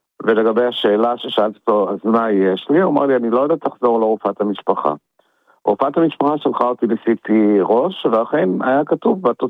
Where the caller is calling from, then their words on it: Ramat Gan, Tel Aviv District, Israel; אני מרמת גן, אני בן 68, אוטוטו 9.